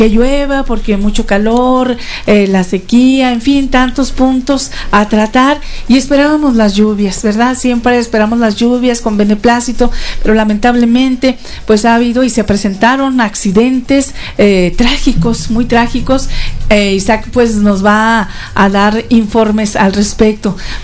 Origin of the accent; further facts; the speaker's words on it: Hidalgo del Parral, Chihuahua, Mexico; yo viví mi infancia aquí cerquita, en la Ribera de Guanajuato, aquí uh-huh, donde está el vado de la Alfareña